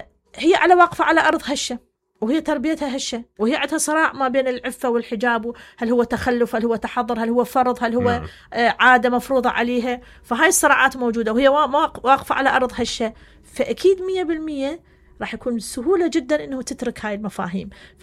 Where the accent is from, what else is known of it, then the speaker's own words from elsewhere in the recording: Iraq; إحنا كمجتمع عراقي